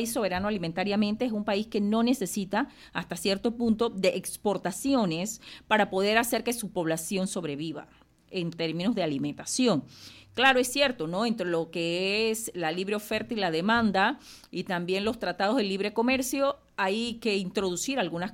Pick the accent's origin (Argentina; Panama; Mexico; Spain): Panama